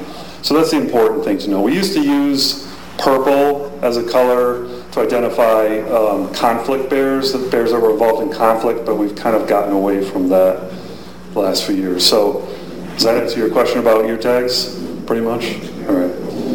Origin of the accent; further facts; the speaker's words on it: Hartland, Connecticut, United States; I grew up in Heartland